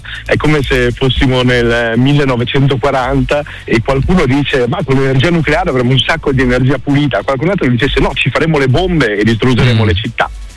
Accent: Dolomites, Italy; mi ricordo, il primo del mio paese, abitavo in un piccolo paese sulle Dolomiti, sono stato il primo del mio paese ad avere internet, avevo 10 anni

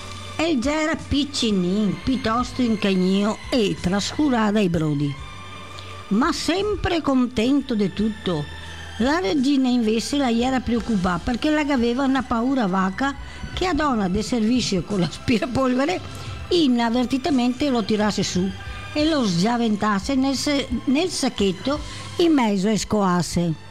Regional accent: Veneto, Italy; Allora, mi so veneta puro sangue, doc, tutto quanto.

